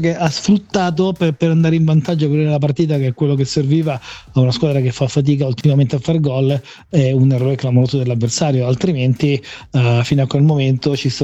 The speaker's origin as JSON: {"language": "Italian", "town": "Rome", "region": "Lazio", "country": "Italy", "tie": "born there", "moved": "yes", "said": "Io sono nato praticamente a Foritalico e vedere quello che è diventato oggi dopo tanti anni veramente è l'unica cosa che mi manca di Roma. Io vivo fuori da tantissimo tempo"}